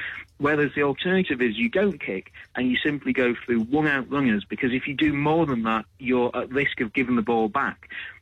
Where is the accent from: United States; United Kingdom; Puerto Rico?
United Kingdom; Wales; As a Welshman myself, these are two games I pay particular attention to.